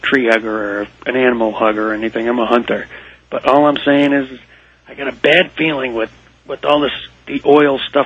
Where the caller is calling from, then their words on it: Massachusetts, United States; accent: Massachusetts; I'm from New England.